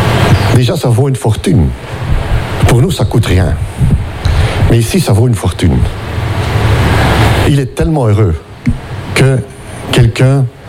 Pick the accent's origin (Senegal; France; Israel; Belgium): Belgium; comme on dit chez nous en Belgique.